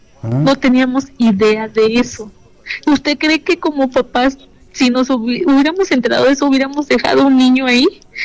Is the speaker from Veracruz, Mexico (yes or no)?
yes; Poza Rica, Veracruz, Mexico